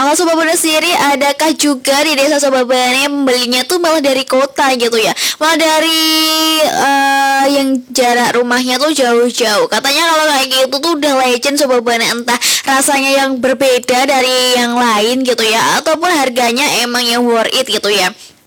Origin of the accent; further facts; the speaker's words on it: Ngawi, East Java, Indonesia; Nah, sebagai wong Ngawi sendiri yang mencintai kota Ngawi gitu ya, yang sangat berbudaya